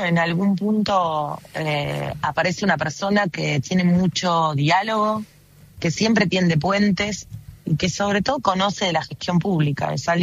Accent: Argentina

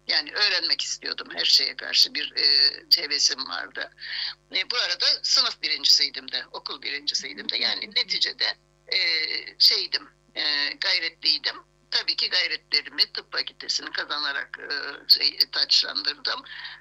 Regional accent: Larnaca, Cyprus; born there; moved away; also born or lived in Paphos; 1953 yılında BAF'ta doğdum. BAF'ta 8 yaşına kadar BAF'ta yaşadım. Okula gittim. İlkokula başladım orada. Daha sonra da Larnaka'ya göç ettik. Larnaka'da yaşamaya başladık. 74 yılına kadar. Yani 1961 yılından 74 yılına kadar Larnaka'da yaşadım.

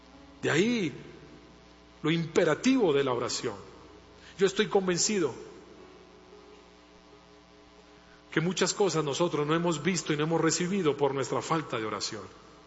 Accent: Colombia; en mi tierra, que en Colombia

